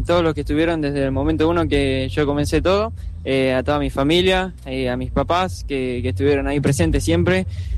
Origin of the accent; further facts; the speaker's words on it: Rosario de la Frontera, Salta, Argentina; para todo mi pueblo de Rosario de la Frontera